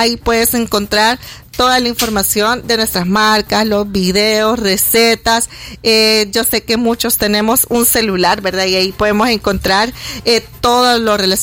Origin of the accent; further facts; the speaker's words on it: El Salvador; que creo que somos todos los salvadoreños